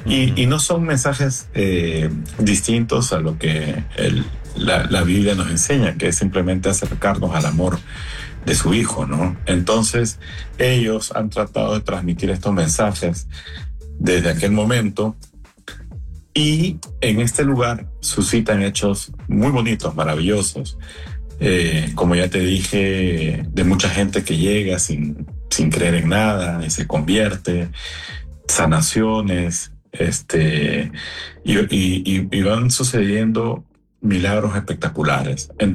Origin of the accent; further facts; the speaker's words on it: Peru; now in Panama; Estamos acá en Panamá. Yo soy peruano. Radico en Panamá hace 30 años.